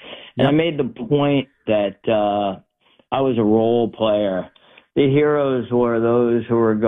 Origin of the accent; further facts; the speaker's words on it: Brooklyn, New York, United States; I grew up in a multi-generational immigrant household. You know, my grandfather.